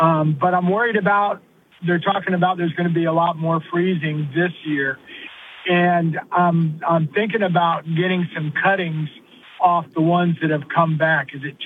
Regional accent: Florida, United States; I'm born and raised in Florida.

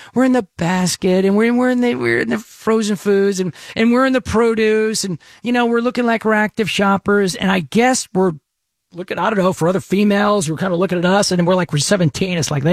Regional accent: Dallas, Texas, United States; I'm from Dallas. I grew up in Dallas, and back in Dallas, and again, I was late teenagers when this was hot.

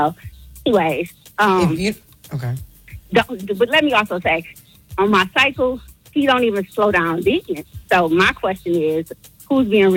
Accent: Detroit, Michigan, United States

